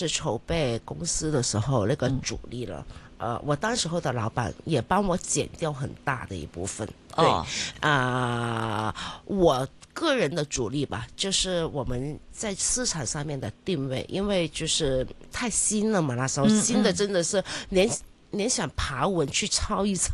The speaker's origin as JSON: {"language": "Chinese", "country": "Hong Kong", "said": "但是大部分现在我们香港人很喜欢去的地方，很多都是免隔离了。"}